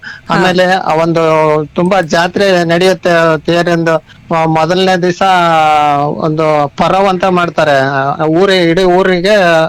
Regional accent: Rameshwara, Karnataka, India; moved away; ರಾಮೇಶ್ವರ ಅಂತಂದ್ರೆ ನಮ್ಮೂರ್ನಲ್ಲಿ ಒಂದು ಎರಡು ದೇವಸ್ಥಾನ ಇದೆ ಮೇಡಮ್ ಅವರೇ.

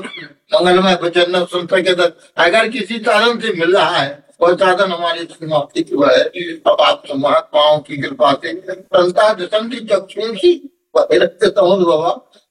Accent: Orchha, Madhya Pradesh, India; ओरछा मंडल का रहने वाला हूँ और हमारे पूर्वज ओरछा में लाए गए थे

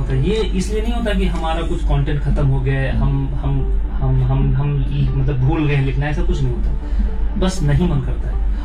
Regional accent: Lucknow, Uttar Pradesh, India; मैं लखनऊ से हूँ तो मेरी उर्दू थोड़ी अच्छी ग्रिप है उर्दू पे, मगर उतनी भी अच्छी नहीं

